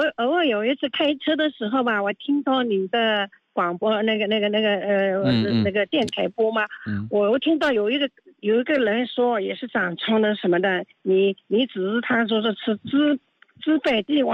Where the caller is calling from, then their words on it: Suzhou, Jiangsu, China; 我是苏州的。